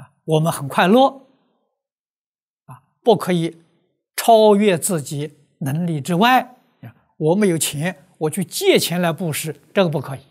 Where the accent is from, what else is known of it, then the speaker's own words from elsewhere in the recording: China; 我们中国人常讲合情合理合法